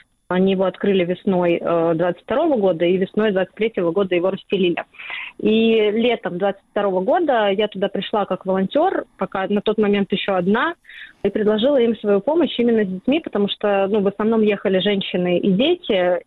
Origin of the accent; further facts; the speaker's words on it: Russia; Я как бы не скрывала, что я из России, но я об этом и не рассказывала на каждом углу.